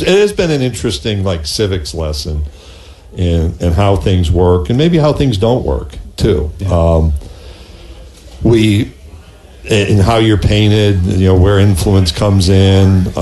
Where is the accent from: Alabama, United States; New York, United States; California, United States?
New York, United States; Skaneateles; moved away; I grew up outside a little town called Skaneateles, New York.